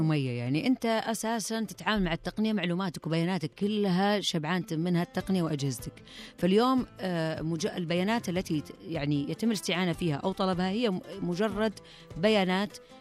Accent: Saudi Arabia; احنا نفخر فيها كسعوديين

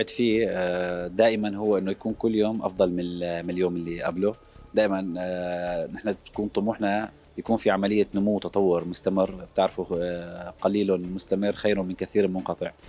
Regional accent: Aleppo, Aleppo Governorate, Syria; باعتباري من حلب

